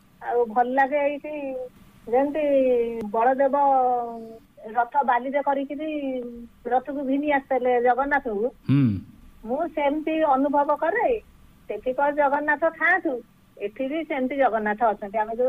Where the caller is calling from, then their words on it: Jagatsinghpur, Odisha, India; ନମସ୍କାର, ମୁଁ ଜଗତସିଂହପୁରରୁ